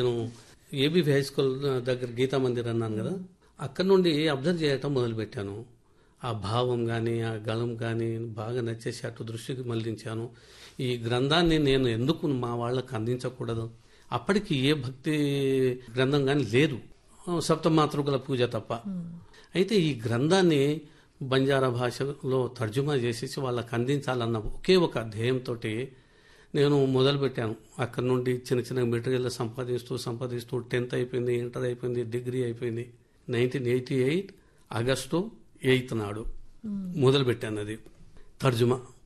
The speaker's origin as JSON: {"language": "Telugu", "town": "Bhuvanagiri", "region": "Telangana", "country": "India", "said": "నాది నల్గొండ డిస్ట్రిక్ట్ భువనగిరి, భువనగిరి అయితే పాత నల్గొండ మా డిస్ట్రిక్ట్ అదే."}